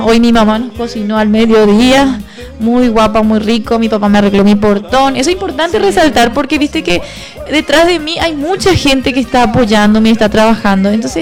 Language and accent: Spanish; Nueva Alborada, Itapúa, Paraguay; somos todos de Nueva Alborada y somos todos vecinos.